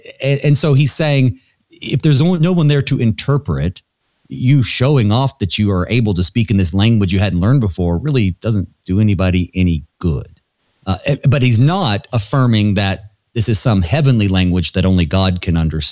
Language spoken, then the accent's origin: English; the South, United States; having grown up outside of the Lutheran church down south